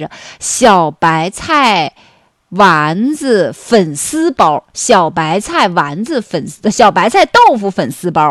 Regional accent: Heilongjiang, China; 因为我是黑龙江人，然后我们 在我们小的时候，因为农村嘛，没啥菜儿

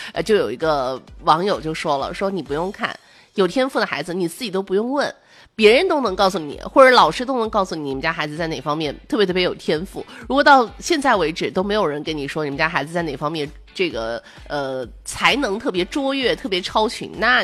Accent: China; 我们中国人

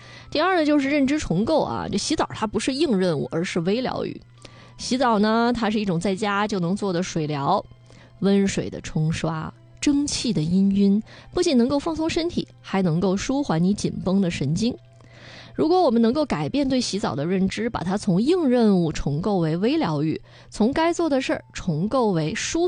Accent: northern China, China; 但是那我们是身为北方人嘛，

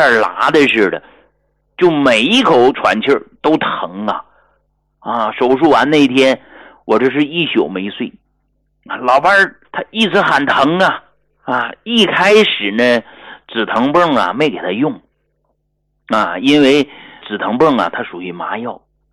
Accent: Northeast China, China; 咱们东北人讲话了，不小心呢给卡秃噜皮了

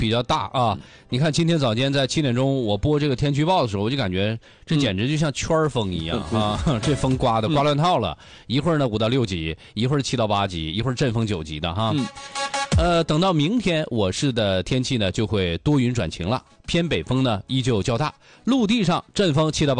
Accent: Dunhua, Jilin, China; now in Dalian, China; 其实我的家乡敦化市就是吉林敖东制药厂的所在地。

